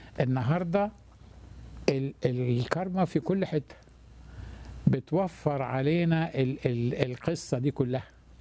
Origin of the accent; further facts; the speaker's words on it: Egypt; now in United States; انا امريكاني مصري جزائري